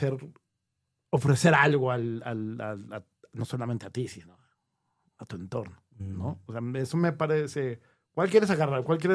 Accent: Mexico City, Mexico; Yo soy de feño.

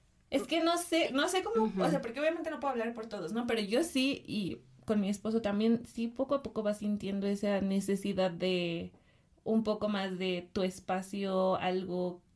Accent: Mexico; moved away as an adult; also born or lived in Thailand; somos mexicanos

